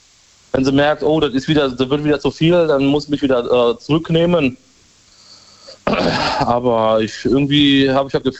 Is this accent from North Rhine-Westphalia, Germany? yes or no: no; Cochem, Rhineland-Palatinate, Germany; Ich bin von Kochen.